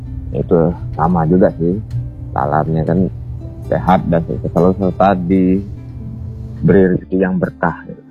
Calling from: Bangka Belitung Islands, Indonesia; sejarah desa kami, yaitu desa Deniang itu.

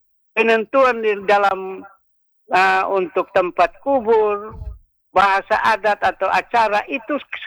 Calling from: Rote, East Nusa Tenggara, Indonesia; saya orang Rote

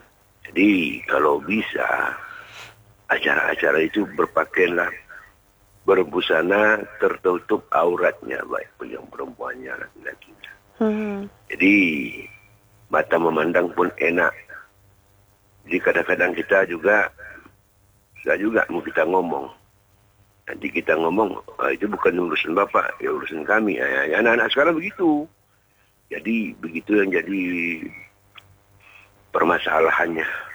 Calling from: Malay area, Indonesia; kita kan Melayu ni kan.

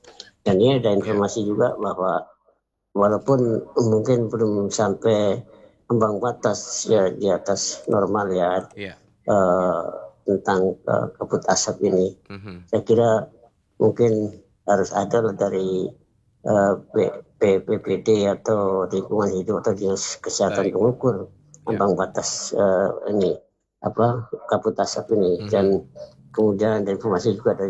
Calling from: Kijang, Riau Islands, Indonesia; Ya, kami dari Kijang ini menyampaikan informasi hari ini tanggal 8 Oktober ya, hari Kamis. Informasi di daerah kami, Kabupaten Bintan ya, juga Bintan Timur ya.

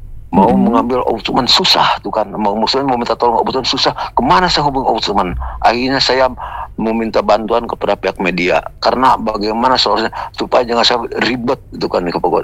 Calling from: Bandung, West Java, Indonesia; Saya dari Jawa Barat nih ya, begini dari Bandung Timur

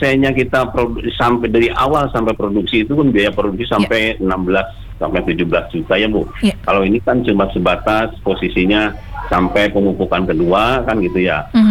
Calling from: West Java, Indonesia

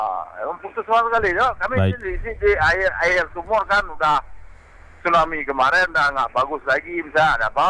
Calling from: Aceh, Indonesia; desa saya sendiri. Emang nggak ada air.

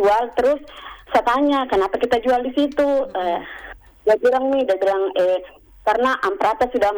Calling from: Kendari, Southeast Sulawesi, Indonesia; Saya dari … di Kendari, ingin mengeluhkan masalah yang baru-baru ini sempat viral katanya.

